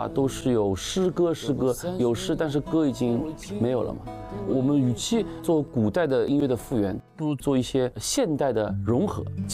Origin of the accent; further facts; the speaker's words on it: Shanghai, China; 我就是青浦人呀，我之前是在市区里面上班，我是做金融的，我觉得哎村里面挺好，然后也方便自己做文化做音乐，所以就回到了村里面，把工作给辞了。